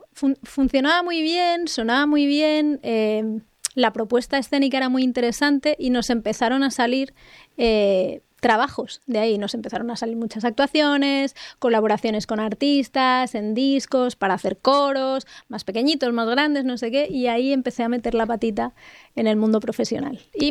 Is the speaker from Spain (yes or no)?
yes; Spain; hay algo de nosotros, como españoles quizá, que les gusta.